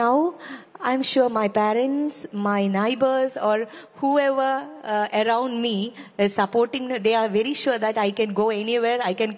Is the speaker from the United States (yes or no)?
no; Kozhikode, Kerala, India; I belong from Malabar region. I hail from Kozhikode city. I born and brought up in a family which had very pure, in-depth feeling of the, you know, the orthodox, a religious...